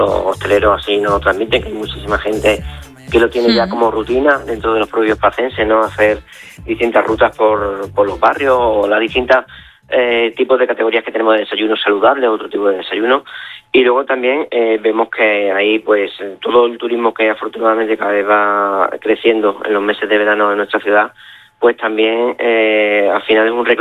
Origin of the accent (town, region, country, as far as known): Badajoz, Extremadura, Spain